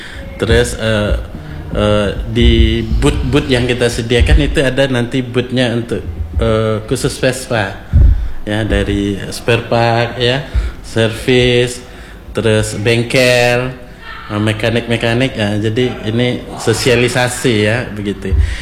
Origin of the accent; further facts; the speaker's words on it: Solok, West Sumatra, Indonesia; now in Batam, Indonesia; saya berasal dari Solok ya.